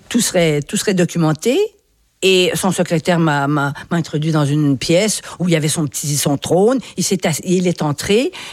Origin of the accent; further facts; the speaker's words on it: Quebec, Canada; Oui, nous sommes des Nord-Américains. Ça je m'en suis rendu compte en arrivant ici.